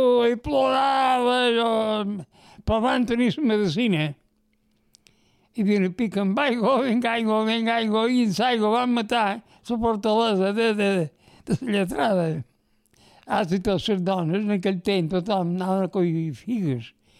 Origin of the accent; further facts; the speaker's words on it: Alcúdia, Balearic Islands, Spain; born there; moved away as an adult; now in Ferreries, Spain; vaig néixer a Alcúdia, 1922, 22 de març.